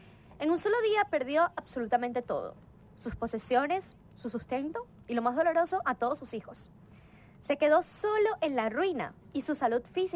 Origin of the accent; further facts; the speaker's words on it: Venezuela; lo que estamos pasando como venezolanos